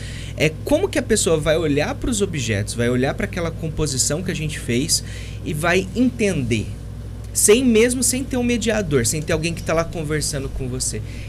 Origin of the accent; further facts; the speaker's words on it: Monte Alto, São Paulo, Brazil; born there; moved away as an adult; also born or lived in Minas Gerais; now in Monte Alto, Brazil; Eu sou nascido em Monte Alto, fui estudar fora, Minas, fiquei 11 anos lá. E aí eu volto com essa bagagem e tento trabalhar aqui dentro da cidade